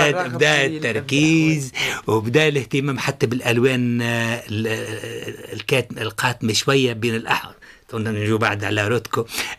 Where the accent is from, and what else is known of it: Tunisia